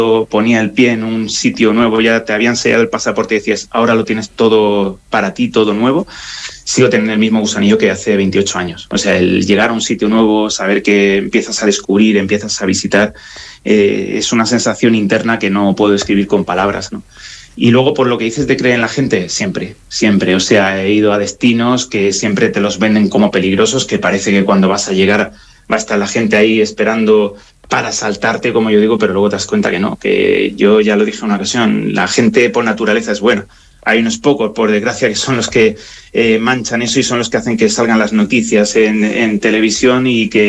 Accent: Region of Murcia, Spain; yo soy el español número 21 en conseguir el visitar todos los países del mundo, y bueno, y por cierto, el primero de Murcia

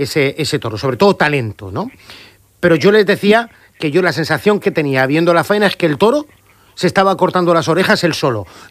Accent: Murcia, Region of Murcia, Spain; Yo soy de Murcia

